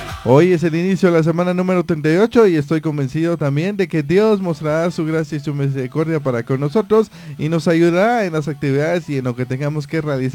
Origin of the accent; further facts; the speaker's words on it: Guatemala; nuestro país, de Guatemala